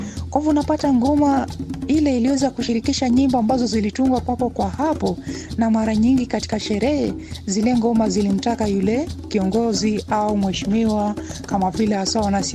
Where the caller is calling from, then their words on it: Mbale, Vihiga County, Kenya; mie mwenyewe natokea magharibi ya Kenya, upande wa Vihiga kule Sabatia Mbale.